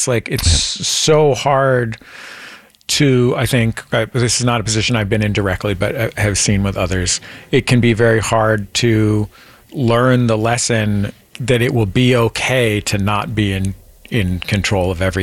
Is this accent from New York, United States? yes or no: no; San Francisco, California, United States; I mean, Bob, I was a kid. I was not in danger myself, right? But I grew up in San Francisco, yeah.